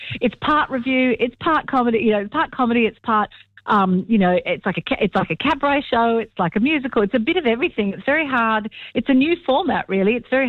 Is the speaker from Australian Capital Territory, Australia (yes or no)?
yes; Canberra, Australian Capital Territory, Australia; I grew up in Canberra and I still remember your jingle from when I used to listen to you when I was a kid.